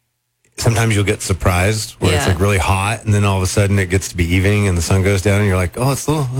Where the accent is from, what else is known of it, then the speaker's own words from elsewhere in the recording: Southern Douglas County, Oregon, United States; I grew up in Southern Douglas County.